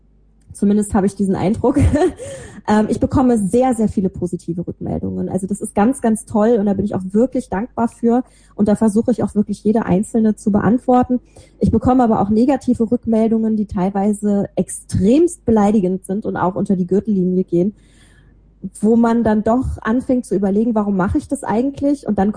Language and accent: German; Rhineland, Germany; accent: Rhineland dialect; ich bin halt nun mal im Rheinland aufgewachsen